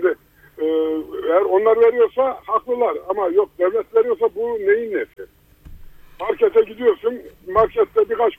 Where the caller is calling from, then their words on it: Ankara, Turkey; Ankara'dan.